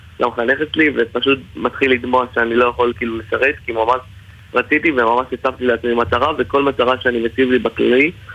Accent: Acre, Northern District, Israel; אני משרת בלשכת גיוס בחיפה, אני באמת מעכו

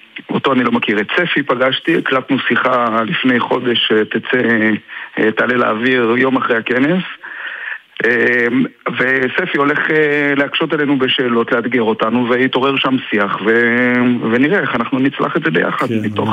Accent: Jerusalem, Jerusalem District, Israel; אני נולדתי בירושלים וגדלתי בירושלים. בירושלים בשבילי מקום מורכב, גם הילדות שלי הייתה בתקופה מורכבת עם פיגועים בירושלים

